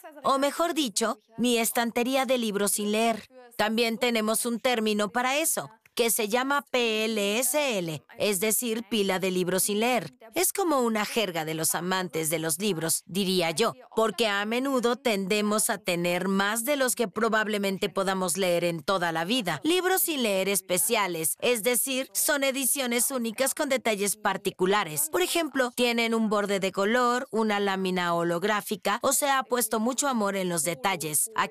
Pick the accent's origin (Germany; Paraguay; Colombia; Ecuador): Germany; Wetzlar, Hesse; yo me quedaba en mi pueblito de Wetzlar durante las vacaciones de verano.